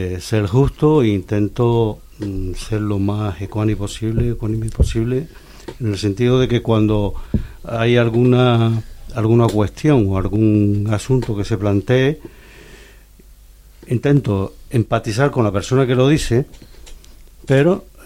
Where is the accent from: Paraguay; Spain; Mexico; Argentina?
Spain; Santa Brígida, Canary Islands; Sí, soy vecino de Santa Brígida, nací en Santa Brígida y he vivido toda la vida en Santa Brígida y concretamente aquí en el casco.